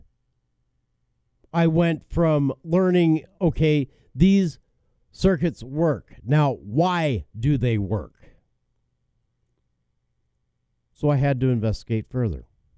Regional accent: Wyoming, United States; born there

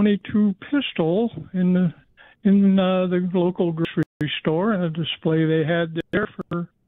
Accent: California, United States; I grew up in California.

